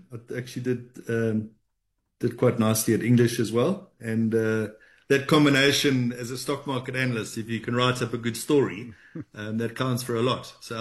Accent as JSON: {"language": "English", "town": "Durban", "region": "KwaZulu-Natal", "country": "South Africa", "tie": "born or raised there", "moved": "as an adult", "lives_now": "Johannesburg, South Africa", "said": "I grew up in Durban"}